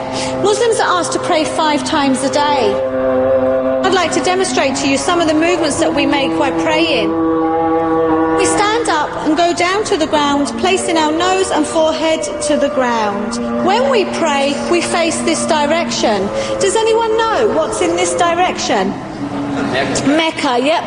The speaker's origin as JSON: {"language": "English", "region": "London", "country": "United Kingdom", "said": "I actually come from the UK. I'm a Londoner. Maybe you can tell by my accent."}